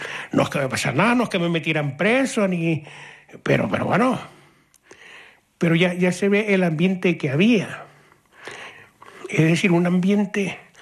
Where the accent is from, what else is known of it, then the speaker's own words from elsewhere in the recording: Breña Alta, Canary Islands, Spain; Yo nací cerca de los Dragos Gemelos, y mi casa estaba cerca de los Dragos Gemelos